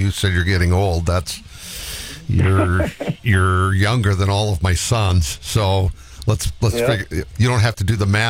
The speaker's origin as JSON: {"language": "English", "town": "Adrian", "region": "Michigan", "country": "United States", "tie": "born or raised there", "said": "We're, growing up in Adrian, which, by the way, is home of, I talk about this a lot on this show, that's one of my favorite little golf courses in this region."}